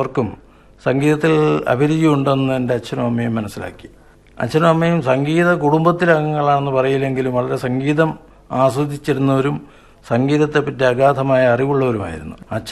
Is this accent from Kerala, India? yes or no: no; Thiruvattar, Tamil Nadu, India; born there; ഞാൻ ജനിച്ചത് ഇന്നത്തെ കന്യാകുമരി ഡിസ്ട്രിക്റ്റിലെ തിരുവട്ടാറെന്ന ഗ്രാമത്തിലാണ്.